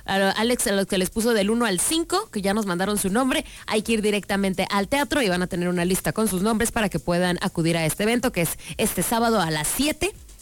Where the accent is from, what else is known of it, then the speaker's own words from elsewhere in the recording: Mexico; Yo soy mexicana y no me gustan los chiles en nogada.